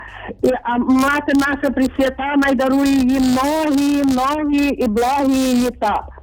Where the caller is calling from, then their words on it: Ivano-Frankivsk Oblast, Ukraine; Я з Рогатинщини, Івано-Франківщини.